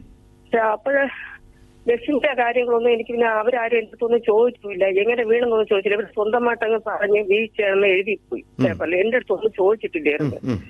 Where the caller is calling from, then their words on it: Palakkad, Kerala, India; പാലക്കോട്ട് നിന്നാ വിളിക്കുന്നത്.